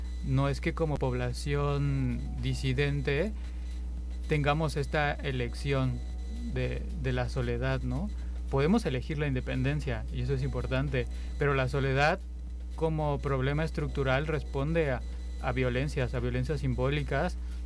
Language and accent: Spanish; Veracruz, Mexico; also born or lived in Oaxaca; now in Guanajuato, Mexico; yo nací y crecí en Veracruz, después pude vivir en Oaxaca y actualmente estoy viviendo en Guanajuato.